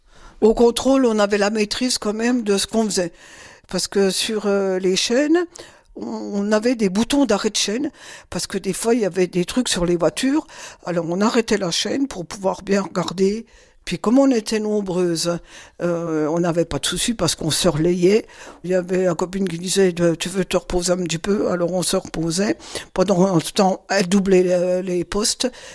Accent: Audincourt, Bourgogne-Franche-Comté, France; also born or lived in Valentigney; Alors, moi, je suis née à Valentigney, à côté d'Audincourt. On habitait avec mes frères et mes parents au centre-ville d'Audincourt.

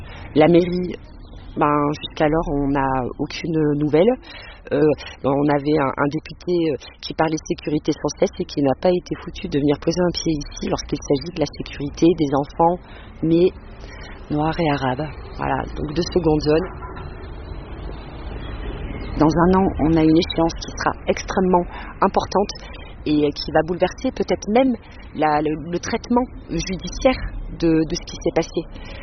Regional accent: Espaly-Saint-Marcel, Auvergne-Rhône-Alpes, France; born or raised there; now in Le Puy-en-Velay, France

